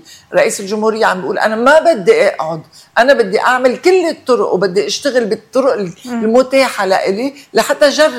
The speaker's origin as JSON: {"language": "Arabic", "country": "Lebanon", "said": "نحن لبنانيين بدنا نعيش بهيدا الوطن كلنا سوا"}